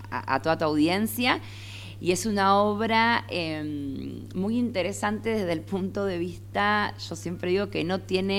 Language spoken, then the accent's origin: Spanish; Santa Fe, Argentina; Valorar lo que es nuestro, los santafesinos